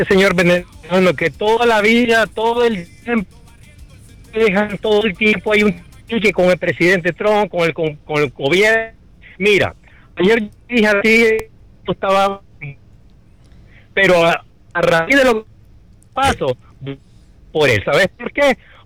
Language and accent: Spanish; Nicaragua; moved away; tú nicaragüense, de donde yo soy